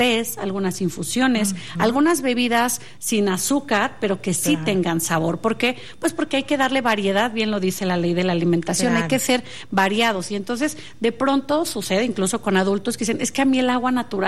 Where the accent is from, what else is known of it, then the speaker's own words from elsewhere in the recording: Mexico; Como padres, como mexicanos